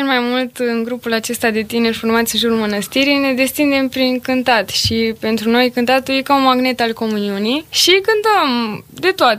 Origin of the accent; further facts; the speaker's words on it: Sibiu, Sibiu County, Romania; Din Sibiu.